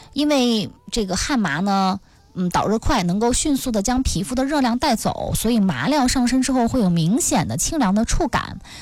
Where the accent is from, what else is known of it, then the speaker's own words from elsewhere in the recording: Northeast China, China; 我们东北人